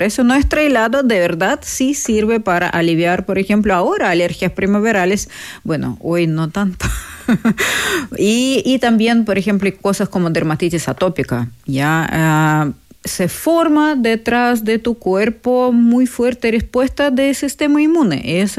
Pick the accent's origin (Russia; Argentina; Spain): Russia; Spanish is a second language; moved away; en mi país, en Rusia